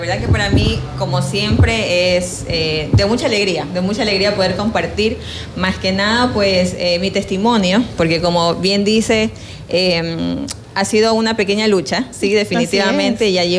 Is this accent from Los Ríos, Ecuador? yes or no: yes; Quevedo, Los Ríos, Ecuador; also born or lived in Babahoyo; básicamente nacida, porque nací en Baboyo. Pero solamente nací allá.